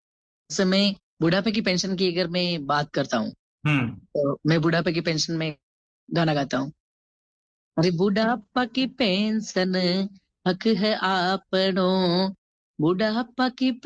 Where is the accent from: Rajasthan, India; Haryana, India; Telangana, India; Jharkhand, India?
Rajasthan, India; Ganeshpura; मैं अजमेर जिले में सरवाड़ के पास में एक छोटा सा गांव है गणेशपुरा, वहां का मैं रहने वाला हूँ।